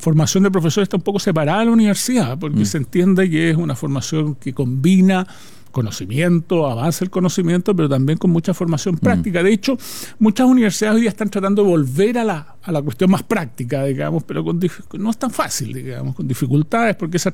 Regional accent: Lago Ranco, Los Ríos, Chile; Crecí más bien en Lago Ranco

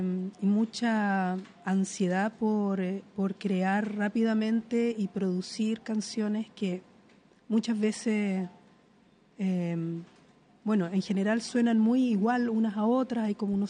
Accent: Chile; esa era mi manera de conectarme con mi identidad como chilena.

